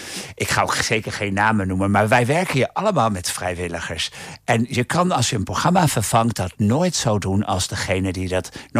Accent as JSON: {"language": "Dutch", "town": "Deventer", "region": "Overijssel", "country": "Netherlands", "said": "En ik kom uit Deventer, 's ochtends om 6:15 opgestaan."}